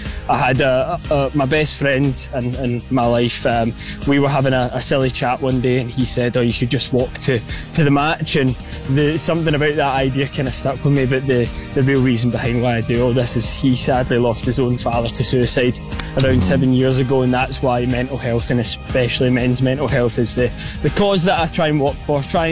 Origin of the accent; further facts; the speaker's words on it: Scotland, United Kingdom; being the Scottish version